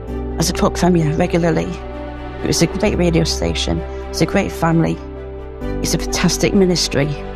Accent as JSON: {"language": "English", "region": "Yorkshire and the Humber", "country": "United Kingdom", "said": "from Yorkshire."}